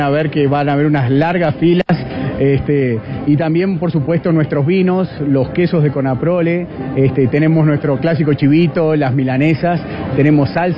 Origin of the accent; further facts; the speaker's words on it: Uruguay; moved away as an adult; now in Mexico City, Mexico; como uruguayos nosotros generalmente vamos a Playa del Carmen, a Quintana Roo